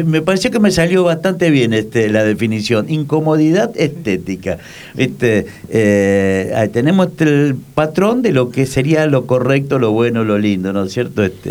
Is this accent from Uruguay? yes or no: yes; Uruguay; now in Argentina; Somos de Uruguay, pero llegaron a la Argentina, en Venado Tuerto, donde finalmente falleció.